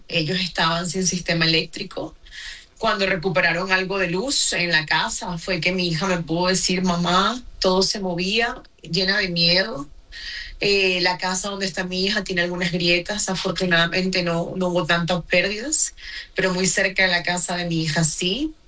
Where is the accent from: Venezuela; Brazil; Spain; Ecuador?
Venezuela; now in Mexico; mi gente, mi pueblo, mi país está destruido.